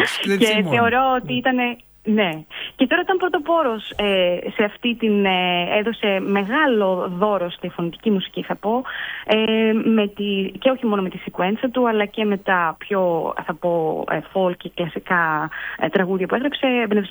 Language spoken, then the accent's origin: Greek; Crete, Greece; Εγώ μόλις ολοκλήρωσα μία περιοδία εδώ στην Κρήτη, στην πατρίδα μου